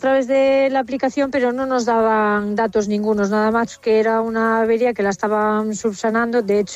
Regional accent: Oza-Cesuras, Galicia, Spain; now in Mesía, Spain; Sí, bueno, más bien vivo en Mesía y soy de Oza.

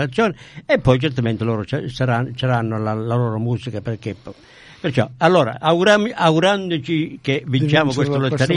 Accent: Calabria, Italy; siamo mitici e siamo calabresi e siamo italiani

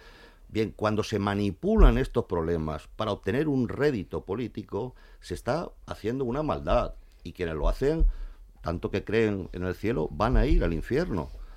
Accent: Ceuta, Spain; Yo soy de Ceuta y me he criado en Ceuta.

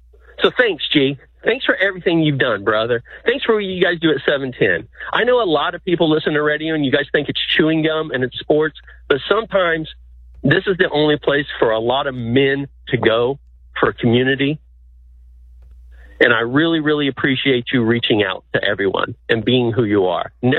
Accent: Indiana, United States; I'm from Indiana

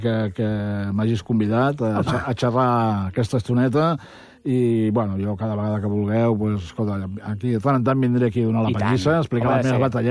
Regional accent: Badalona, Catalonia, Spain; jo sóc de Badalona, sóc un badaloní, sóc un BTV, que li diuen, un badaloní de tota la vida, no?

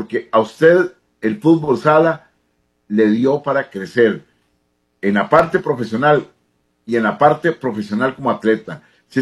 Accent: Costa Rica; Yo soy tico

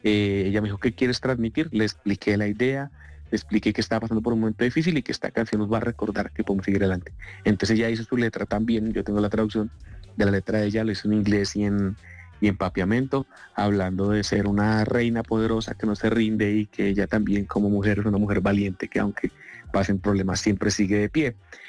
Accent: Colombia; mira, yo soy de Colombia, yo canto, ¿puedo cantar una canción?

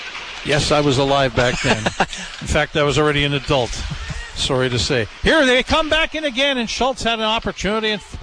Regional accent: Winnipeg, Manitoba, Canada; I remember it well growing up in Winnipeg.

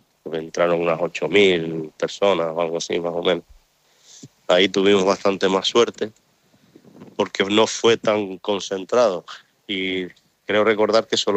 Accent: Lanzarote, Canary Islands, Spain; born or raised there; now in Ceuta, Spain

